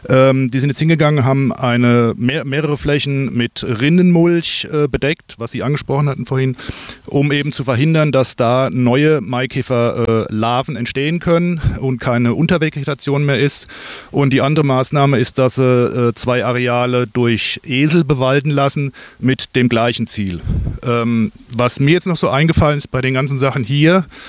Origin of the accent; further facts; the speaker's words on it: Griesheim, Hesse, Germany; ich komme aus Griesheim.